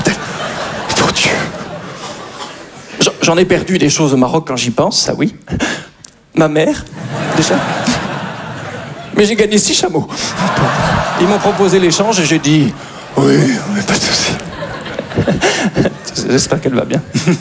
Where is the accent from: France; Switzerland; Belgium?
Belgium; Pour ceux qui ne me connaissent pas, voilà … je suis belge.